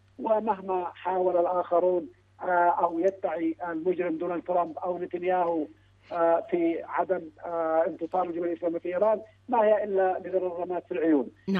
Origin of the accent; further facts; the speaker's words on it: Yemen; نحن كمحللين يمنيين